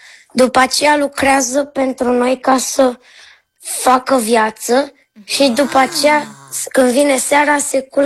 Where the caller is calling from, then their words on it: Bucharest, Romania; de la București